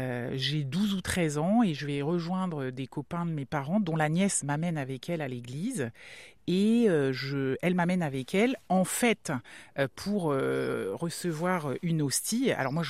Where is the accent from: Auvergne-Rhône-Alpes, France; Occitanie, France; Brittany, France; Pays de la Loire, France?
Brittany, France; Saint-Coulitz; also born or lived in Brest; En vrai, je viens de Saint-Coulis. Oui, mais t'es né où ? Brest.